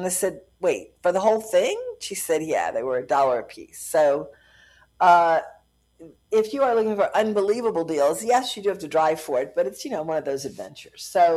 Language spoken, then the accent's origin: English; United States; I'm American.